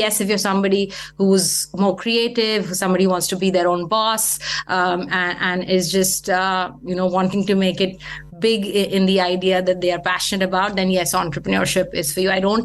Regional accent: New Delhi, Delhi, India; born or raised there; moved away as an adult

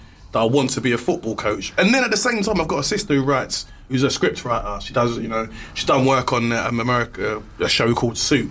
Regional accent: Nigeria; Yeah, you can tell I'm Nigerian

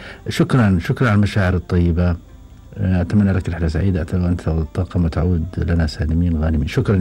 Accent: Jordan; وأنا أردني أيضا يا ابن البادية.

